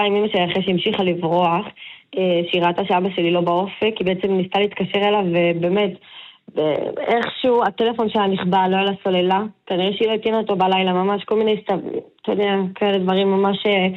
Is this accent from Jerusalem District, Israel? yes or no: no; Ahuzat Barak, Northern District, Israel; אנחנו מהצפון, פה מאזור בית קשת, אפולה, אחוזת ברק אנחנו